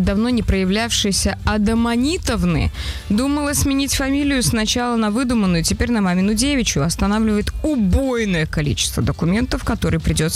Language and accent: Russian; Moscow, Russia; Я коренной москвич в третьем поколении и, наверное, в последнем.